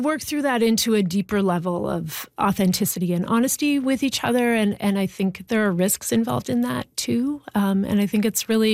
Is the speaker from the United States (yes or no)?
no; Ontario, Canada; because I grew up in Northern Ontario, but also like rural Northern Ontario in the bush, you know?